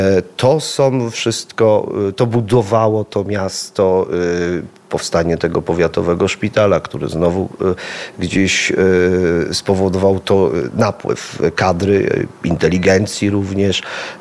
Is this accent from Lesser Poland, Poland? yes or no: yes; Sucha Beskidzka, Lesser Poland, Poland